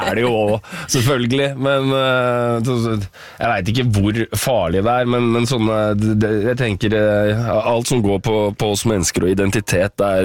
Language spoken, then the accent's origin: Norwegian; Lillehammer, Innlandet, Norway; altså jeg er jo født og oppvokst på Lillehammer